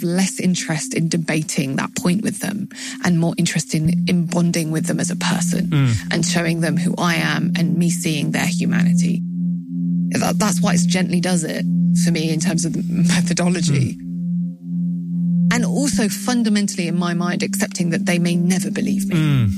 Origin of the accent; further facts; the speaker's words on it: United Kingdom; And I'm not mixed race, but I'm mixed heritage. So I'm a British Arab, right?